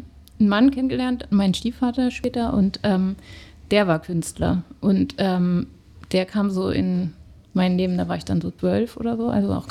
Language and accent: German; Mannheim, Baden-Württemberg, Germany; dann sind wir in die Nähe von Mannheim gezogen, also Baden-Württemberg dann. Und dann bin ich da in Mannheim auf die Schule gekommen